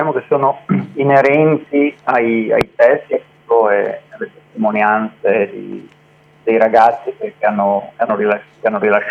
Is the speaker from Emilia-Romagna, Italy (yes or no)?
no; Friuli-Venezia Giulia, Italy; io sono friulano.